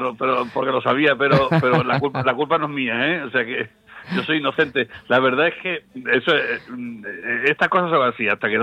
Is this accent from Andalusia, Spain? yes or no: yes; Cádiz, Andalusia, Spain; moved away as an adult; now in Seville, Spain; Yo estoy empadronado desde que soy chico aquí. Yo vivía en la calle San José, en Cádiz, en mi infancia, estudié en San Felipe.